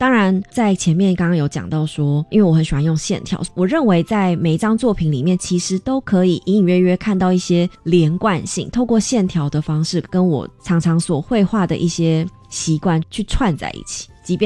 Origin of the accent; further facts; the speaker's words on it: Taiwan; born there; also born or lived in United States; 我在台湾虽然出生在美国，学习的很长一段时间是台湾，然后我家人也是台湾，在台湾土生土长的台湾人